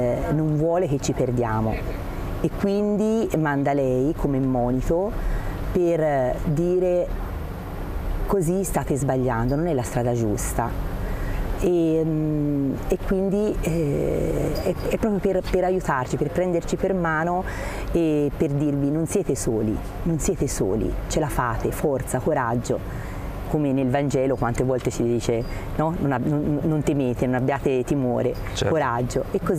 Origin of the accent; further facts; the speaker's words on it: Siena, Tuscany, Italy; vengo da Siena